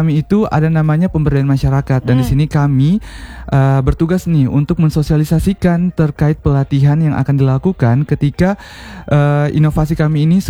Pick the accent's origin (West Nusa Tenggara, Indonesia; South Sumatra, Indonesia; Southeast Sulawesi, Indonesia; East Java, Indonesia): Southeast Sulawesi, Indonesia